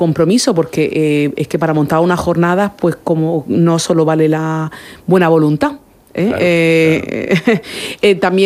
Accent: Murcia, Region of Murcia, Spain; bueno, yo soy de Murcia.

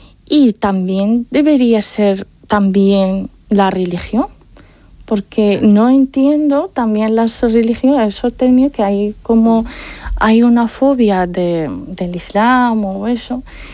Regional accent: Morocco; la facultad, muchas veces no creían que soy marroquí.

